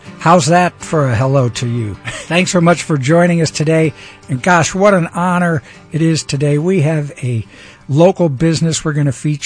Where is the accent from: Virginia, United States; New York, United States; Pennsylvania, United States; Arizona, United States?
Arizona, United States; Phoenix; as I tell people, I grew up here in Phoenix, and I used to sell Christmas trees right here on this corner.